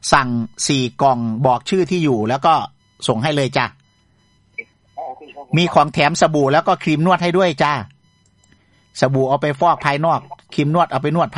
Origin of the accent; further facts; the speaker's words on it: Isan, Thailand; accent: Isan; also born or lived in Southern Thailand; เราเนี่ยพูดภาษาอีสาน